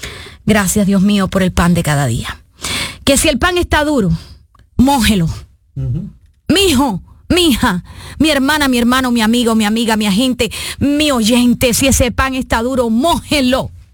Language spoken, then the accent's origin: Spanish; Cuba; moved away as an adult; porque yo soy cubana, cubana con un corazón internacional. ¿Ah? Sí, la libreta, ya se me está olvidando después de 32 años en este país, pero soy más cubana que las palmas.